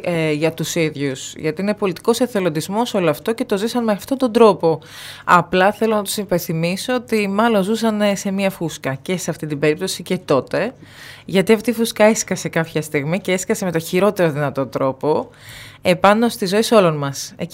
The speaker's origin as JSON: {"language": "Greek", "region": "Eastern Macedonia and Thrace", "country": "Greece", "said": "και εγώ βορειοελλαδίτσα είμαι, η καταγωγή μου είναι από τον Εύρο."}